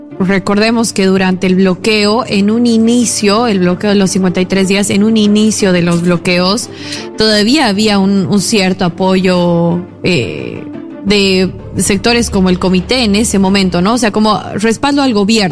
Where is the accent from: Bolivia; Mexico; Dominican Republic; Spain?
Bolivia; Cochabamba; Vengo desde Cochabamba.